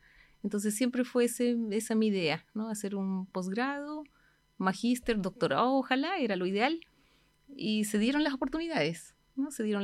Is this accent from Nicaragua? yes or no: no; Bolivia; Bien, yo nací, soy originaria de Bolivia, donde estudié Ingeniería Matemática en la Universidad de San Simón, en Cochabamba.